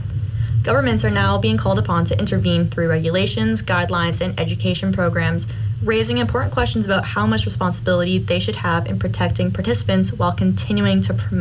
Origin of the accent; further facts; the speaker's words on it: Canada; moved away; All right, so I'm from Canada.